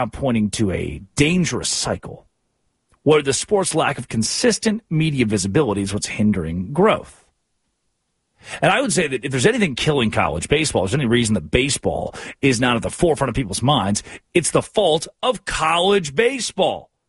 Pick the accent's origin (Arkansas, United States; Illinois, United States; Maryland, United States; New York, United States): Arkansas, United States; as an Arkansas Razorbacks fan growing up in Arkansas, it's one of my favorite products.